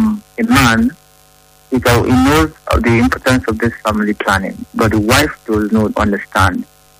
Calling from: Benin City, Edo, Nigeria; I'm calling from Sapele Road, Benin.

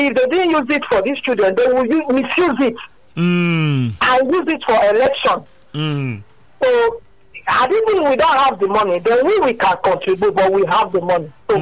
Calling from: Ogun, Nigeria; I'm calling from Ogun State.

